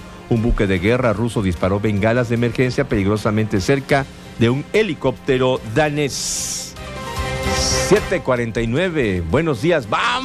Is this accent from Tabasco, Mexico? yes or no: yes; Villahermosa, Tabasco, Mexico; born or raised there